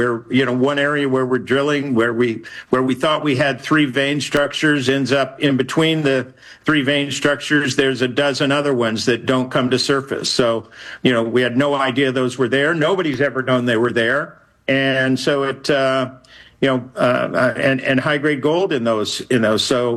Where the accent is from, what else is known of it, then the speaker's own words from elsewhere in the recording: United States; now in Canada; other than me being American, the company is really all Canadian.